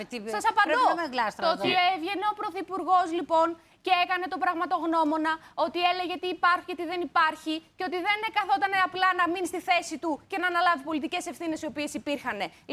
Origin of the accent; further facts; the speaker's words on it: Macedonia, Greece; ως Μακεδόνισσα